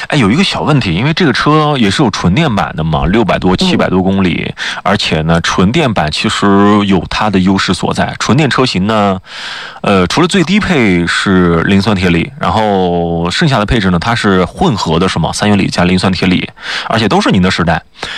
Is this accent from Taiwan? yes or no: no; China; 我们中国人